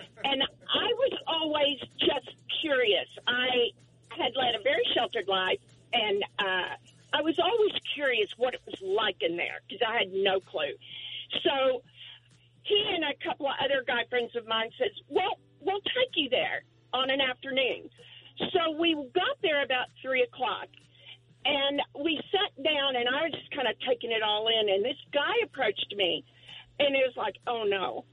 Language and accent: English; Dallas, Texas, United States; I was born and raised in Dallas